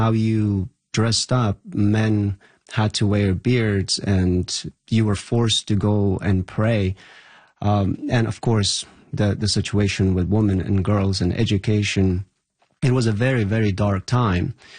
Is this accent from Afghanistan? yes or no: yes; Afghanistan; So growing up in Afghanistan, growing up during the war, I was very reserved